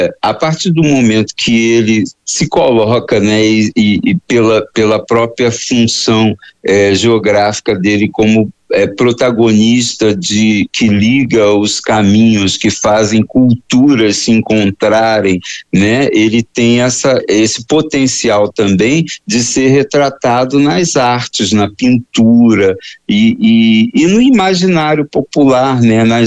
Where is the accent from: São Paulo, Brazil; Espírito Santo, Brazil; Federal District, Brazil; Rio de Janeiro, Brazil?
Rio de Janeiro, Brazil; Eu sou do Rio de Janeiro, e então, assim, eu tive na minha criação pouco contato com o Rio São Francisco